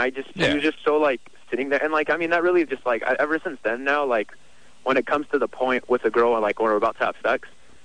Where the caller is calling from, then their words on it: Egypt; I'm from Egypt.